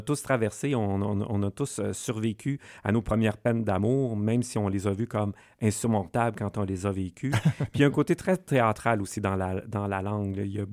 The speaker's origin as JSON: {"language": "French", "town": "Alma", "region": "Quebec", "country": "Canada", "tie": "born or raised there", "said": "c'est ma ville natale, moi aussi, Alma"}